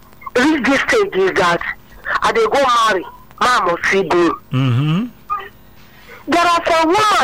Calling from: Lagos, Nigeria; I'm calling from Okoko.

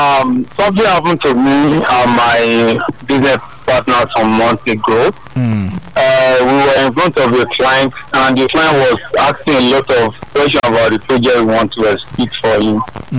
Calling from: Mero, Nigeria; I'm calling from Mero.

